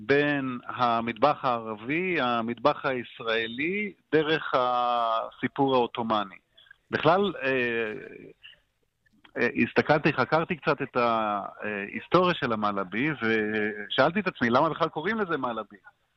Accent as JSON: {"language": "Hebrew", "town": "Jaffa", "region": "Tel Aviv District", "country": "Israel", "tie": "born or raised there", "said": "ואני חושב שיש פה מעברים נורא מעניינים, כי אני זוכר בתור ילד ביפו"}